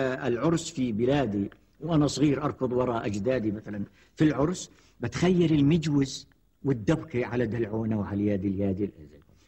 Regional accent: Jordan; يعني عدم مؤاخذة عندنا في الأردن لا تزال الموسيقى نشاط

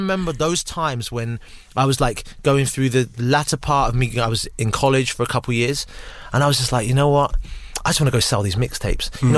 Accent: Southampton, South East England, United Kingdom; now in London, United Kingdom; But when I moved out to London, I could, in hindsight, looking back, I could see how the pace of life in Southampton was a really good thing for me

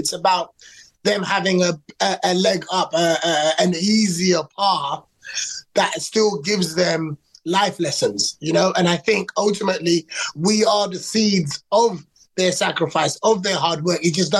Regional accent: London, United Kingdom; born there; My parents are Ghanaian. I was born in London. I was actually in foster care from 5 to about 16, I think, and raised by Caribbean parents.

